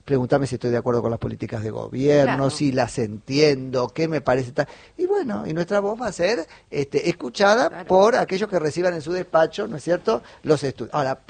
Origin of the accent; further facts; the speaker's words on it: Argentina; O sea, pagamos carísimo como argentinos, independientemente de los resultados, el proceso electoral del año pasado.